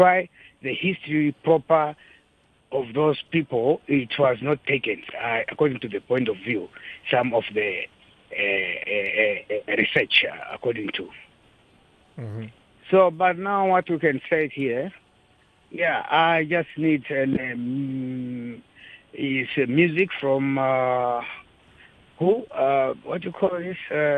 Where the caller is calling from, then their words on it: Otjozondjupa, Namibia